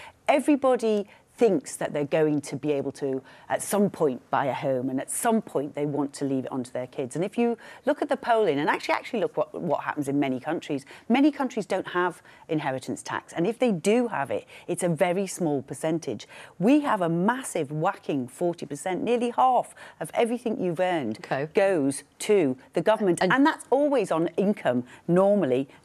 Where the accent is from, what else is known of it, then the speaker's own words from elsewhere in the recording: Knowsley, North West England, United Kingdom; moved away; I grew up in Knowsley.